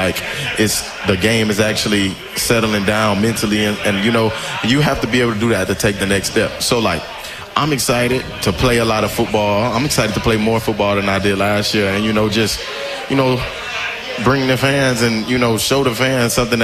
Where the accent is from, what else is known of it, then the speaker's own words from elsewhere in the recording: Louisiana, United States; I'm from Louisiana.